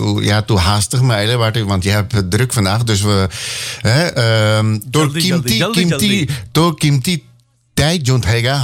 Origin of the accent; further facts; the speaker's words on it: Suriname; Maar gewoon, wij zijn gewoon Surinamers. Praat gewoon Surinami. Is echt een mooie taal.